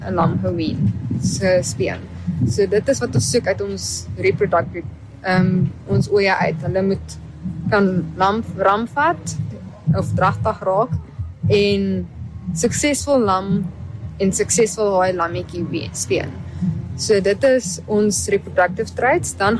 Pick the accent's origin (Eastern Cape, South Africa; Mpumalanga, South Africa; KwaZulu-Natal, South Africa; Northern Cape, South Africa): Eastern Cape, South Africa; Middelburg; Ek is hier van Middelburg af.